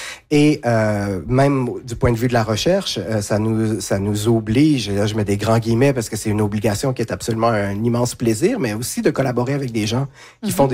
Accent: Quebec, Canada; now in Victoria, Canada; moi, je viens du Québec.

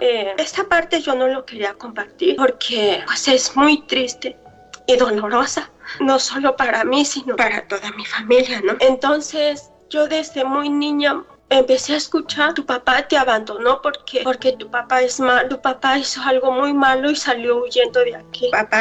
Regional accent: Guerrero, Mexico; first language Mixtec; Spanish is a second language; now in Arkansas, United States; Yo soy de aquí, de la comunidad de Arkansas, pero yo vengo de México, Guerrero. Vengo de un pueblito llamado Xitomacla. Decía que el pueblo de Tomatillo en español.

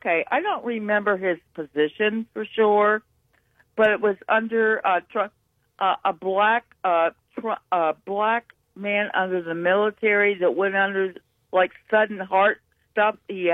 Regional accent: Ohio, United States; Well, I'm from Ohio, obviously.

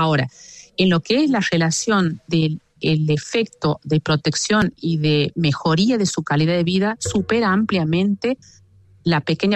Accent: Santiago del Estero, Argentina; con mucho orgullo de santiagueña y de Argentina

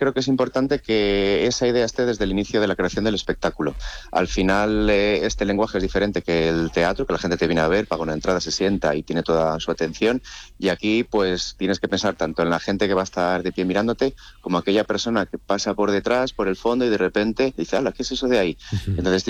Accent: Valladolid, Castile and León, Spain; born there; somos de Valladolid, de toda la vida.

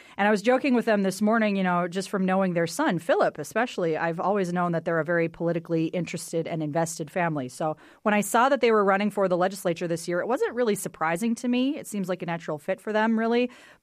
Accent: Devils Lake, North Dakota, United States; So, okay, full disclosure, I grew up in Devil's Lake, and that is where District 15 is located.

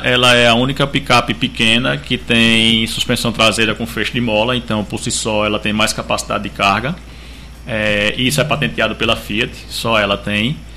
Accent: Caicó, Rio Grande do Norte, Brazil; born there; moved away; lá da minha terra, lá de Caicó

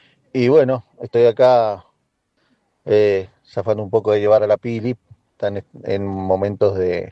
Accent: Chile; están todos en contra de nosotros, los chilenos, pero bueno, nosotros no, somos buenos hermanos latinoamericanos y vamos a seguir peleándola.

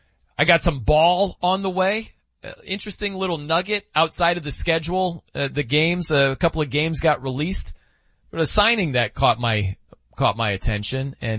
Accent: South Bend, Indiana, United States; cause I'm from South Bend. I've loved Notre Dame football for my entire life.

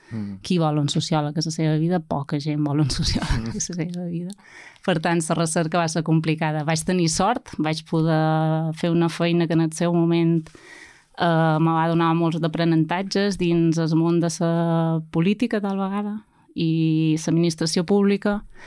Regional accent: Mallorca, Balearic Islands, Spain; born there; moved away as an adult; also born or lived in Barcelona / Italy; now in Menorca, Spain; Som nascuda a Mallorca, filla de menorquins, que van anar a Mallorca fa molts d'anys, i vaig estudiar, vaig viure a Barcelona, vaig viure a Itàlia

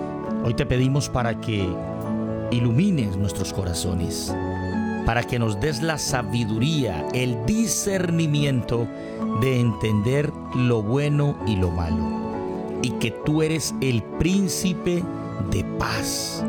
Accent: Colombia

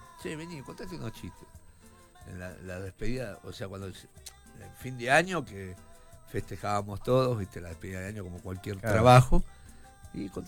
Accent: Tigre, Buenos Aires Province, Argentina; now in San Isidro, Argentina; Nací en Tigre, sí.

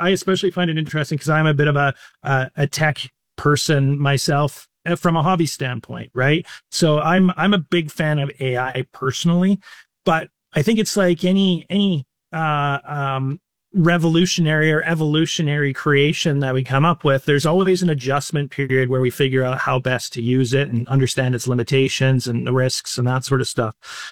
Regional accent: Kelowna, British Columbia, Canada; now in Victoria, Canada; I'm based in Victoria, but I travel a lot. I'm from Kelowna originally.

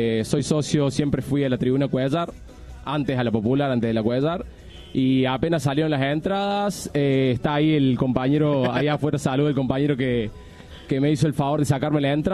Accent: Villa Allende, Córdoba, Argentina; now in Costa Rica; Hola Mauricio, hola Raúl … soy de acá de Villa Allende

